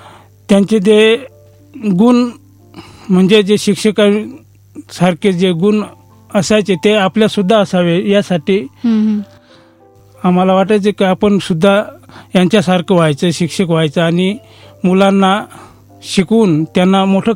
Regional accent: Maharashtra, India; मी पेठ तालुक्यातील झाडीपाडा जळे येथील मूळ गावी राहतो.

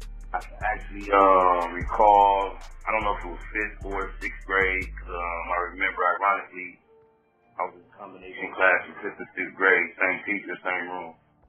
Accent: Compton, California, United States; I'm from Compton / Los Angeles, South Central, California.

